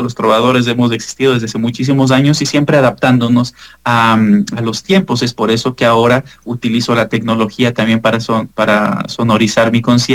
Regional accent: Ambato, Tungurahua, Ecuador; Yo soy de Ecuador, soy de Ambato, Ecuador.

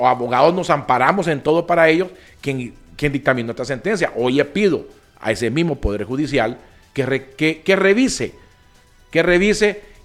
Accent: Comayagüela, Francisco Morazán, Honduras; born there; Yo soy capitalino, nacido en Comayagüela, un día viernes, 8 de marzo. De 74, conozco mis raíces. Mi papá es amapalino, mi mamá es capitalino.

